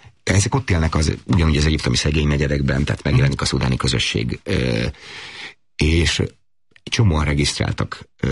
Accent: Sopron, Győr-Moson-Sopron, Hungary; born or raised there; moved away as an adult; now in Egypt

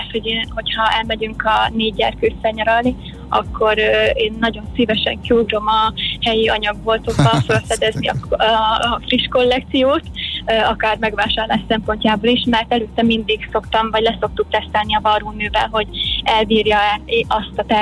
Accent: Zakarpattia Oblast, Ukraine; now in Budapest, Hungary; Én Kárpátalján születtem

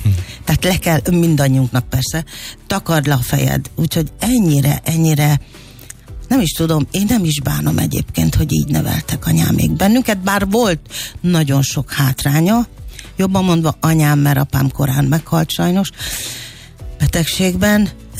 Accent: Békés, Hungary; moved away; Békés megyei vagyok

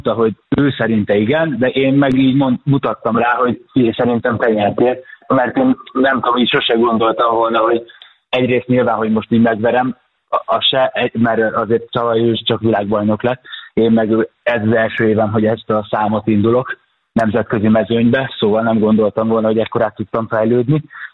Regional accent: Győr, Győr-Moson-Sopron, Hungary; Én világéletemben, tehát én Győrben nőttem föl.

